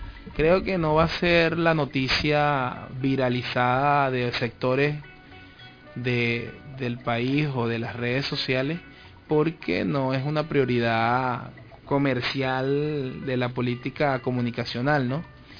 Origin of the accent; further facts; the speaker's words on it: Venezuela; yo creo que hay dos cosas que nos define como venezolanos